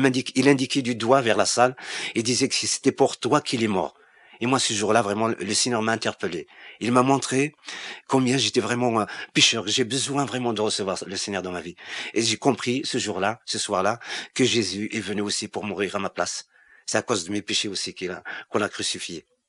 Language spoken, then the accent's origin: French; Algeria; now in France